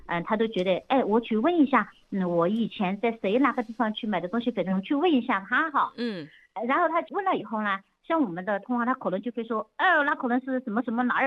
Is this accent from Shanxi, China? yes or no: no; Fengjie, Chongqing, China; born there; also born or lived in Beijing